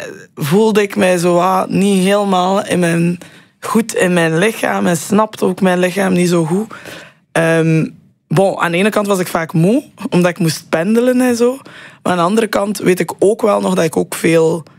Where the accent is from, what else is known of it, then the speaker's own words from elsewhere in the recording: Roeselare, Flanders, Belgium; Dus ik ben in Roeselare opgegroeid en daarna school geweest. En dan op mijn 16e ben ik naar de kunsthumaniora in Brugge gegaan.